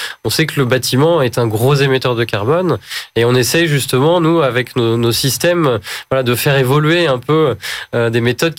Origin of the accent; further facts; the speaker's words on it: Orléans, Centre-Val de Loire, France; Moi je viens d'Orléans.